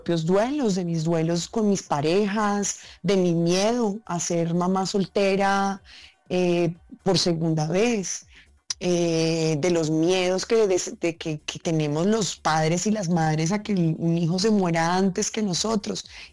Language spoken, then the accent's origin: Spanish; Medellín, Antioquia, Colombia; En mi tierra, Medellín